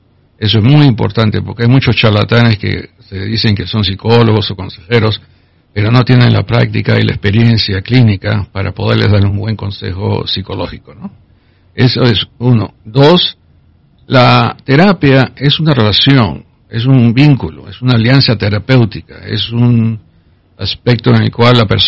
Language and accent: Spanish; Peru; moved away as an adult; now in United States; empecé la universidad en Lima. Soy peruano, católico, fui educado por los jesuitas.